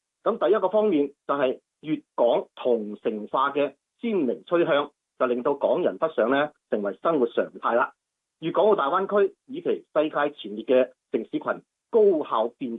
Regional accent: Guangzhou, Guangdong, China; 我係廣州人嘅

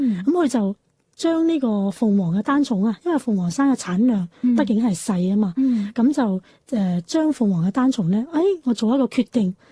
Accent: Guangdong, China; 因为我哋广东人咧，可能就系将茶已经贯穿于日常生活啦嘛

